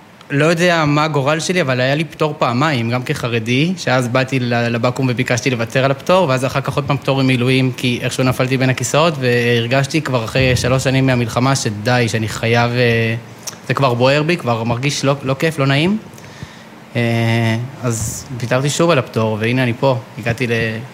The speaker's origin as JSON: {"language": "Hebrew", "town": "Jerusalem", "region": "Jerusalem District", "country": "Israel", "tie": "born or raised there", "said": "אני גדלתי בירושלים, בשכונת גאולה, בואכה מהשערים, משפחה חרדית. בת 14 נפשות, ואני מספר 12"}